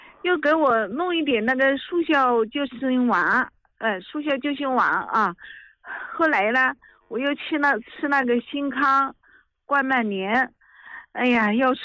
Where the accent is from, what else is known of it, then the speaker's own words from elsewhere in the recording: Hubei, China; 我家是湖北的，